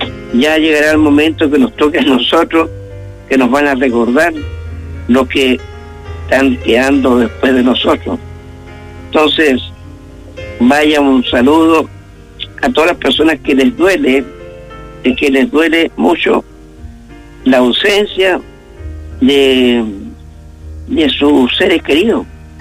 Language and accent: Spanish; Chile; así somos los chilenos